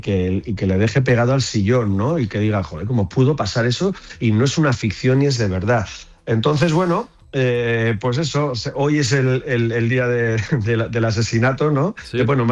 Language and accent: Spanish; Irún, Basque Country, Spain; Soy del País Vasco, soy de Irún. Soy, por tanto, fronterizo.